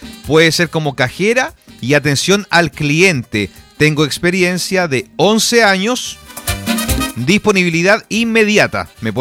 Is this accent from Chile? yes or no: yes; Temuco, Araucanía, Chile; Hola, hola … soy de Temuco.